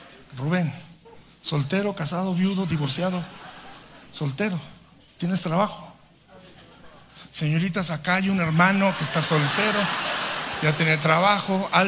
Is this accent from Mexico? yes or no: yes; Durango, Mexico; accent: norteño